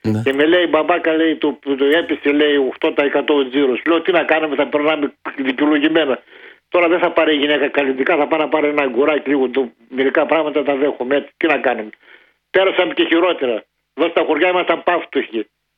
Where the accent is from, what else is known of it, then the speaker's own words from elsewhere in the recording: Drama, Eastern Macedonia and Thrace, Greece; Το μόνο καλό φέτος που έχει η πατρίδα μου, Μανώλη, και εδώ η Δράμα μας, η νεκρή Δράμα μας, στεφανένη.